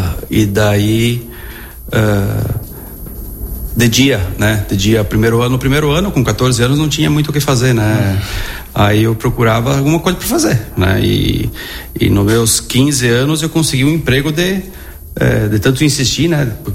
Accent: Vila Maria, Rio Grande do Sul, Brazil; Nasci em Vila Maria, né? Numa comunidade do interior de Vila Maria, linha 19 São João, perto da linha 18 Oroso lá, né? Filho de pequenos agricultores, né? Nasci em 77, hoje tenho 49 anos, né?

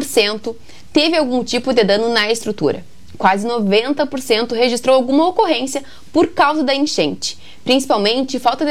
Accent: São Gabriel, Rio Grande do Sul, Brazil; moved away; Eu sou de São Gabriel

